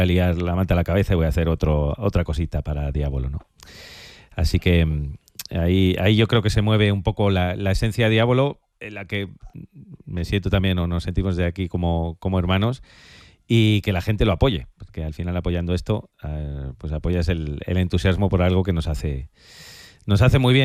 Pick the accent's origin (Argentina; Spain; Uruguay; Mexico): Spain; Cuenca, Castilla-La Mancha; Perdona que soy de Cuenca y los chistes malos